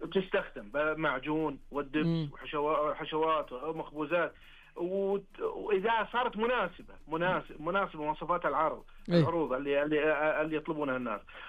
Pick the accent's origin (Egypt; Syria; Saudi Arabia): Saudi Arabia; انا كمنتج سعودي،